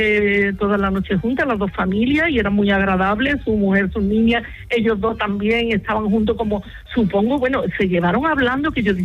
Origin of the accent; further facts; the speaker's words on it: Andalusia, Spain; Cuando tenía 7-8 años, pues solíamos ir un día a la feria de Jerez, desde mi pueblo, que está cerca.